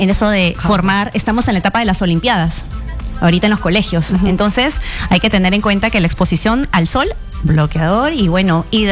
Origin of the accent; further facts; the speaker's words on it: Chiclayo, Lambayeque, Peru; moved away; yo soy de Chiclayo.